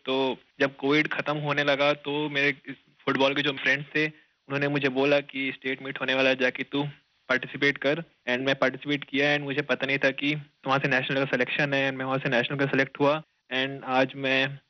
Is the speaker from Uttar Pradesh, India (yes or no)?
no; Chhattisgarh, India; And मैं छत्तीसगढ़ से belong करता हूँ सर, एंड अभी मैं उड़ीसा से खेलता हूँ।